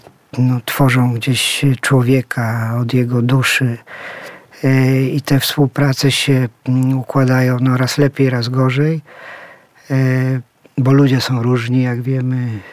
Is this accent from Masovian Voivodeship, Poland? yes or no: no; Silesian Voivodeship, Poland; No ja pochodzę ze Śląska. Gdzieś Śląsk mnie wychował, ukształtował, dał tożsamość, poczucie tożsamości.